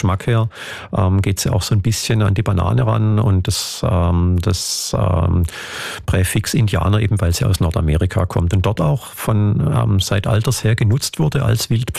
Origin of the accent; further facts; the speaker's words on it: Germany; man sieht das auch in Deutschland, wo ich herkomme schon, dass viele Winzerbetriebe aufgeben müssen